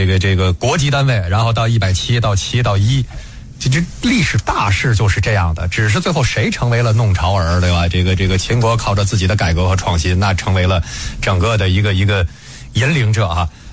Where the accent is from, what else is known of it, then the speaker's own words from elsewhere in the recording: Beijing, China; 作为一个北京人